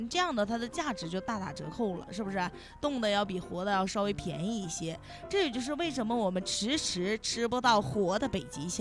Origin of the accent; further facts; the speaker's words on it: China; 我们中国人